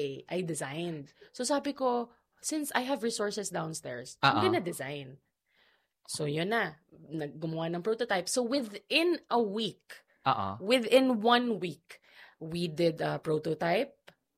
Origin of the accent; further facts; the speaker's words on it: Iloilo, Western Visayas, Philippines; So I wanted a small bag that, because I'm from Iloilo.